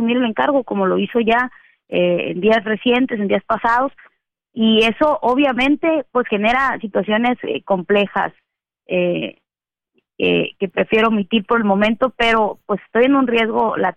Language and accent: Spanish; Sinaloa, Mexico; Soy aliancista, pero antes de todo eso soy una sinaloense que está en territorio constantemente, y no de ahorita por un encargo, de siempre.